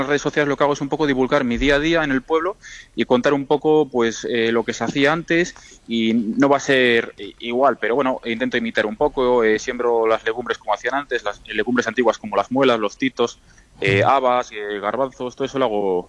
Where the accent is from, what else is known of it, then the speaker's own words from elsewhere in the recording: Villalcázar de Sirga, Castile and León, Spain; yo vengo, bueno, tengo 27 años y vengo de un pueblo muy pequeñito de Tierra de Campos, de Palencia. Se llama Villalcázar de Sirga.